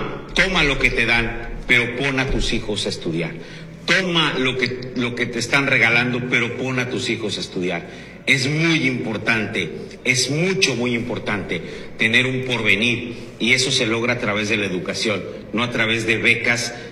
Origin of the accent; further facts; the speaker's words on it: Mexico; Nosotros como mexicanos, ¿qué vamos a hacer para salir adelante?